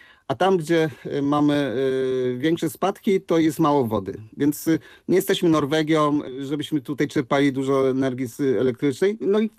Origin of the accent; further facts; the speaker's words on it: Wrocław, Lower Silesian Voivodeship, Poland; Ja akurat jestem z Wrocławia w 97 roku